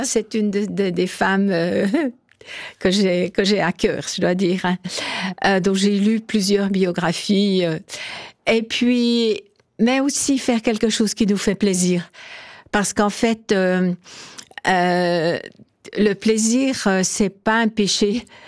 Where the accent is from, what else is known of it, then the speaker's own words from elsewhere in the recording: Porrentruy, Jura, Switzerland; on a grandi à Porrentruy, mon mari et moi